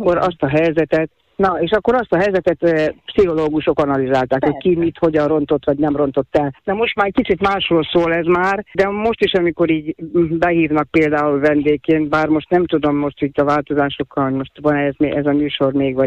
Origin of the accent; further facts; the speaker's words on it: Budapest, Hungary; born there; én így születtem a 8 kerben.